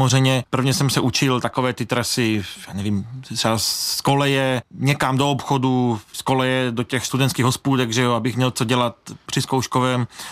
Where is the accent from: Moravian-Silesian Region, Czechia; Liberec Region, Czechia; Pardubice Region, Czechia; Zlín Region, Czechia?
Zlín Region, Czechia; Kroměříž; moved away as an adult; now in Olomouc, Czech Republic; Přišel jsem z Hanáckých Aten a z nejkrásnějšího města na světě, což je Kroměříž.